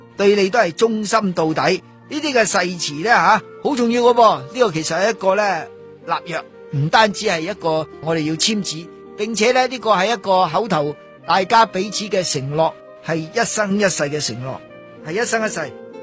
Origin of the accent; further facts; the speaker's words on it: China; 但以往呢，我哋中国人呢是传宗接代呢、这个婚姻观呢是好紧要